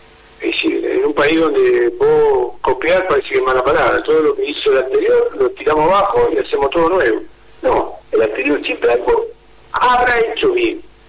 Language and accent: Spanish; Argentina; Yo soy argentino, soy argentino también. Lo que pasa es que me toca estar de este lado del mostrador.